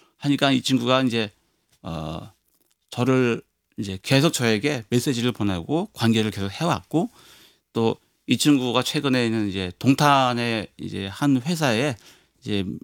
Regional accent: South Korea

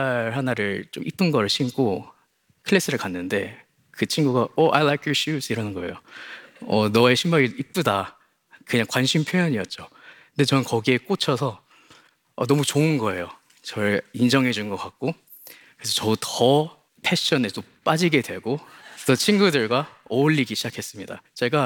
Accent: South Korea; moved away; 저는 여전히 한국에서 온 그냥 동양인이었어요.

